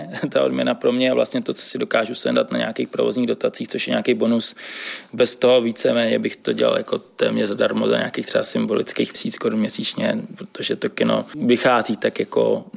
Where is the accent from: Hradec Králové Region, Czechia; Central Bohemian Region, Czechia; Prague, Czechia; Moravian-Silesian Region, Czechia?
Prague, Czechia; Modřany; protože jsem rodák z Modřan, za ta léta jsem si tady k tomu vybudoval nějaký cit